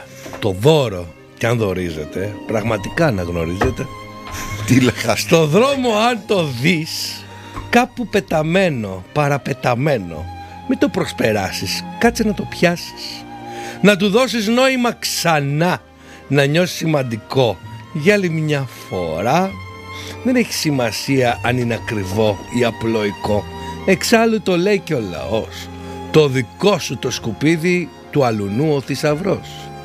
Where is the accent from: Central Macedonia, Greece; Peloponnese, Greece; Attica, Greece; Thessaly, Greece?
Attica, Greece; Provlita; Εγώ ανυπομονώ να πάω στην Προβλήτα, στο χωριό μου, εκεί που κάνουμε ένα ωραίες βουτιές